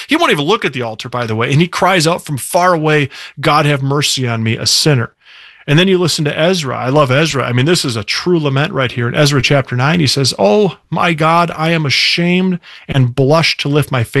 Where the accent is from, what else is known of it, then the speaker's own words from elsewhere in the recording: Minneapolis, Minnesota, United States; now in Sioux Falls, United States; I grew up in the Minneapolis area. I live in Sioux Falls now. I've lived in the Midwest most of my life.